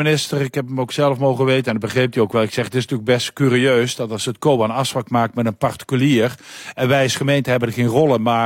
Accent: Netherlands

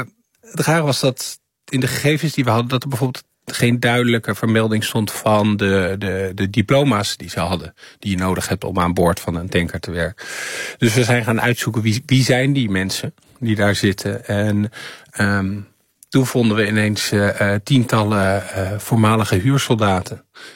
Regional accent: Netherlands

